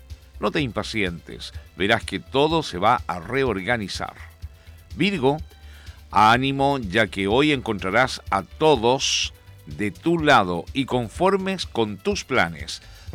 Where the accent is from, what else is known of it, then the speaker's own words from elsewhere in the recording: Viña del Mar, Valparaíso, Chile; nos vamos a sentir orgullosos como chilenos, pero principalmente como viñamarino.